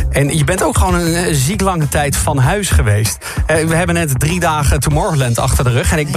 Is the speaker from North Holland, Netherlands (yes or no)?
no; North Brabant, Netherlands; Kijk, ik kom uit Brabant.